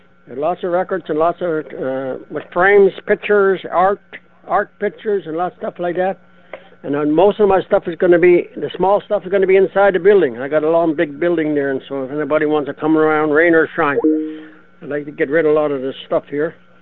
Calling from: Manitoba, Canada; I'm calling from the Interlake.

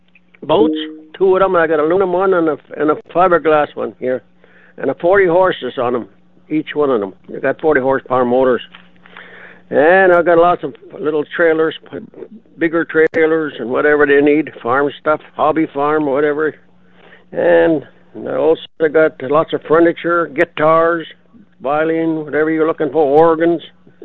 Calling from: Manitoba, Canada; I'm calling from the cloudy Interlake.

